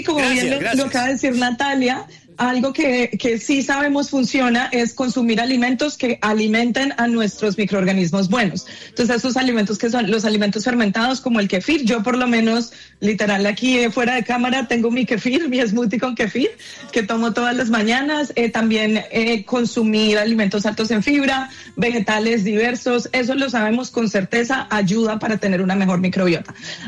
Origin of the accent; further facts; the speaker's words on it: Bucaramanga, Santander, Colombia; Yo soy bumanguesa, de Bucaramanga.